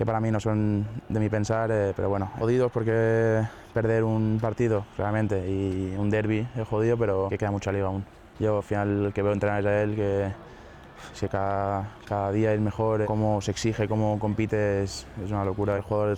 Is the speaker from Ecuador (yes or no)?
no; Valencian Community, Spain; born there; moved away as an adult; En Valencia yo estaba en mi pueblo, con mis amigos